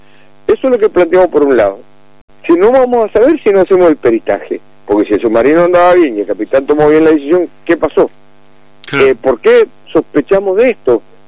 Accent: Mendoza, Argentina; nosotros nacimos en Albino, uh-huh. nos criamos ahí

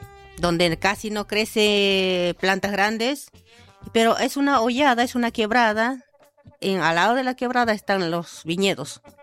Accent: Bolivia; now in La Plata, Argentina; yo soy boliviana, entonces cuando viajo a Bolivia siempre traigo alguna semilla que otra, traigo para la Argentina.

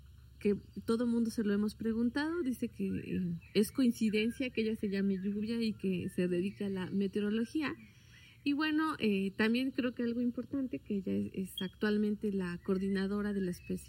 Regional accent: Huauchinango, Puebla, Mexico; moved away; also born or lived in Mexico City; soy de Huauchinango, Puebla

